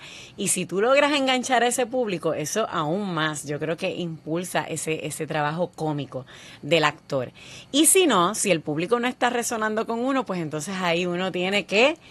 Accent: Utuado, Puerto Rico; me crié en Utuado, soy nacida y criada en Utuado

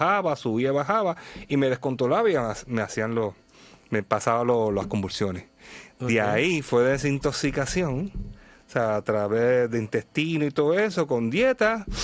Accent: Bayamón, Puerto Rico; Me crié en Bayamón, en Bayo Río Plantation

